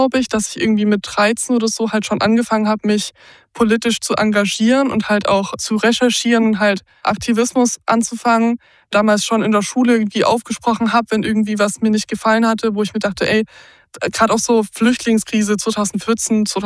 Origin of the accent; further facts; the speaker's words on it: Saxony, Germany; Ich zum Beispiel, ich bin im Osten aufgewachsen, ich bin in Sachsen aufgewachsen, im tiefsten Dorf.